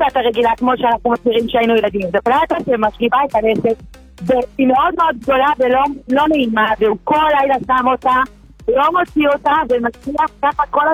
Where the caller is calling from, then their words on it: Beit Shemesh, Jerusalem District, Israel; אנחנו מבית שמש.